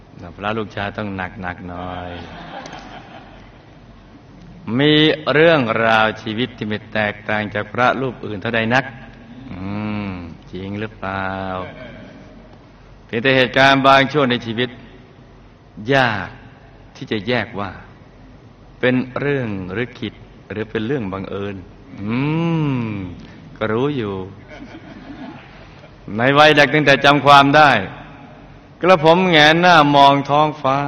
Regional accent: Chonburi, Thailand; also born or lived in Bangkok; หลังจากยอมพ่อจะแม่ให้กำเนิดกับผมที่กรุงเทพได้ไม่นานครอบครัวเราก็ย้ายไปอยู่ที่จังหวัดชลบุรี

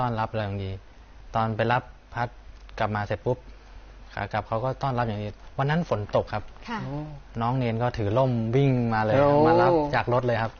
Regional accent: Chiang Mai, Thailand; ครับผมเพราะบ้านอยู่เชียงใหม่ครับมันไกลกันมาก

